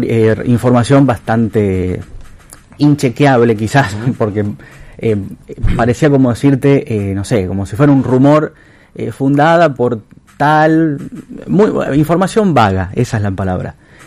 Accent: Freyre, Córdoba, Argentina; el libro del centenario de mi pueblo, de Freire, que tiene 40 años. Freire es un pueblo que ya tiene 140, va a cumplir en dos meses.

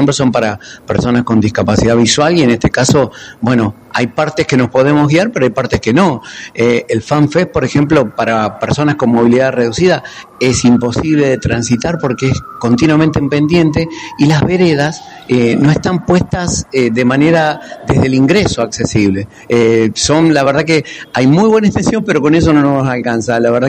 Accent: Santa Fe, Argentina

